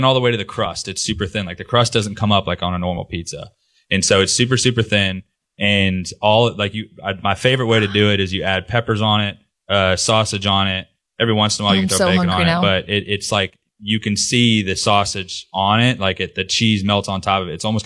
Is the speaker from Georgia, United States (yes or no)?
yes; Atlanta, Georgia, United States; now in Birmingham, United States; I'm from Atlanta.